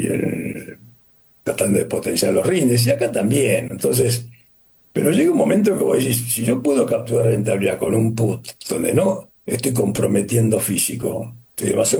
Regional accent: Australia; Spanish is a second language; Para el resto del mundo, yo vengo de Australia, para los australianos el niño es un drama

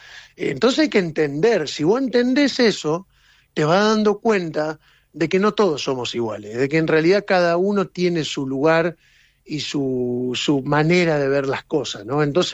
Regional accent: Argentina; Yo soy argentino.

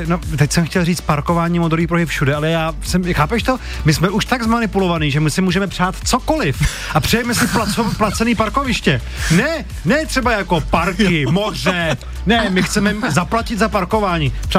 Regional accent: Prague, Czechia; Představ si, že já jsem z Prahy 6 a nemůžu si koupit modrou na Prahu 6.

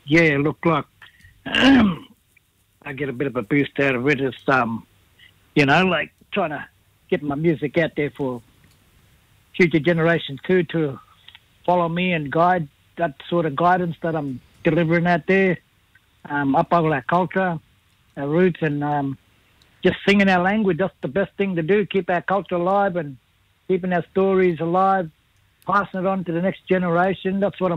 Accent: Kuranda, Queensland, Australia; Well, I'm from Coranda, just a little place up in the rainforest from Cairns. My tribe is Jabbagai and Western Yalanji.

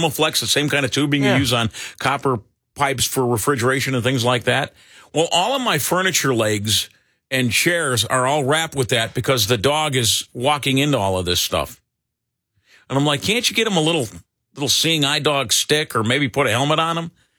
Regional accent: Chicago, Illinois, United States; But Chicago is my hometown, and I love it.

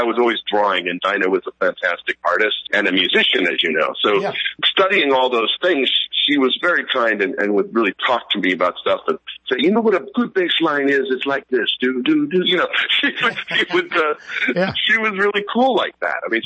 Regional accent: California, United States; also born or lived in Sheepshead Bay, New York; I was born in Beth Israel Hospital, New York, raised in Sheepshead Bay, lived a little bit, and then grew up in California. Moved out when I was very young.

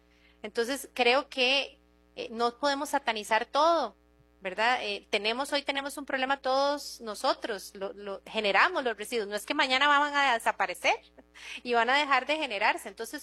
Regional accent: Costa Rica; Yo soy colaboradora de Holcim, pero soy costarricense.

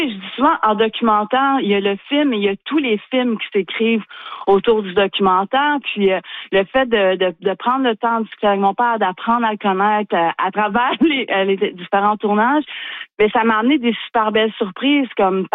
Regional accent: Magdalen Islands, Quebec, Canada; now in Sherbrooke, Canada; mon père, en fait, on vient des Amazones

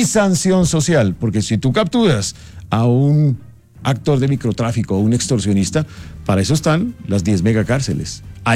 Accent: Colombia; todos somos colombianos

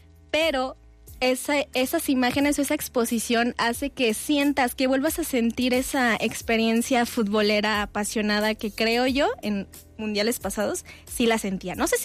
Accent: Mexico; nosotros como mexicanos

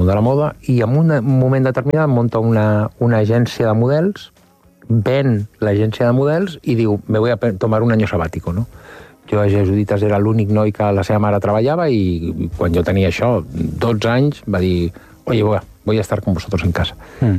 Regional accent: Barcelona, Catalonia, Spain; soc de jesuïtes de Sarrià, o sigui, sí, vinc d'una família de classe mitja alta de la ciutat de Barcelona, molt clàssica i molt típica, no?, de professionals liberals

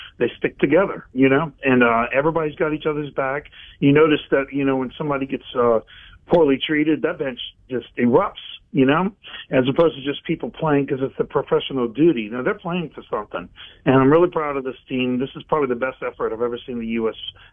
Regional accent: New Orleans, Louisiana, United States; Oh, the Nolan no call. I'm from New Orleans.

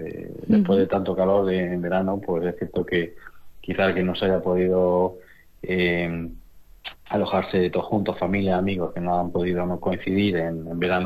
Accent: Galera, Andalusia, Spain; para los que somos de Galera

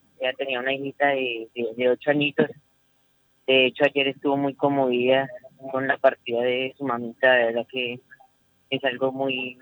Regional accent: Bogotá, Colombia

